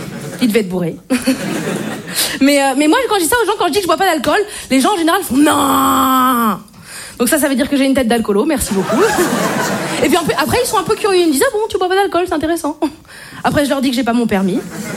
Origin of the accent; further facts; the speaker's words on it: Brittany, France; Bonsoir, je me présente … je suis bretonne et je ne bois pas d'alcool.